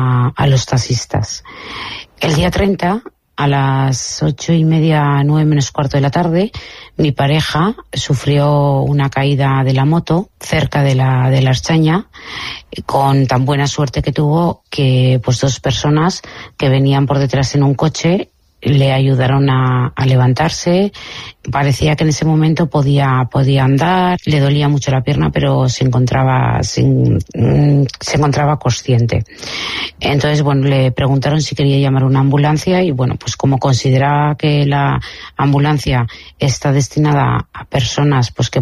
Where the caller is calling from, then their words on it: Irún, Basque Country, Spain; ciudadana de Irún.